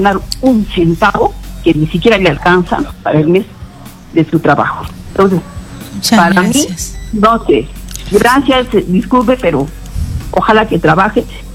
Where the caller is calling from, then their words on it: Puno, Peru; Yo llamo de Puno.